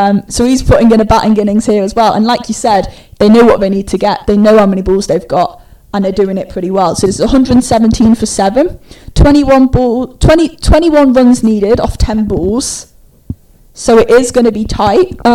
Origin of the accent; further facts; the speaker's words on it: Liverpool, North West England, United Kingdom; growing up in the Liverpool leagues